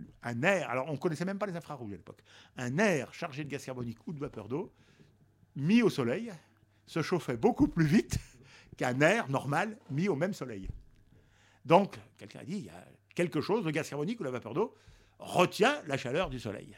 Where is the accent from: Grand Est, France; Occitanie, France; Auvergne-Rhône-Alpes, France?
Auvergne-Rhône-Alpes, France; je suis auvergnat